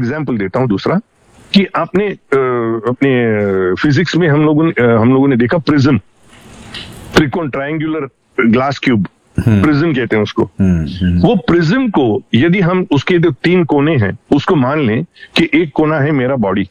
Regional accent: South India, India; अभी हमारे गांव में, मैं साउथ से हूं, हमारे गांव में

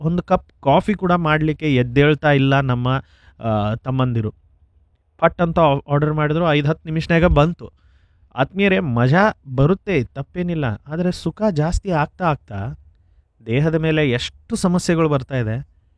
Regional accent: Kakati, Karnataka, India; born there

